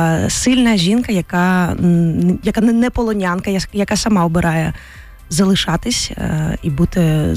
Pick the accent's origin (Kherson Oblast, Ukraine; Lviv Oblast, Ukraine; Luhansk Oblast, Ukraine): Lviv Oblast, Ukraine; Lviv; Зі Львова.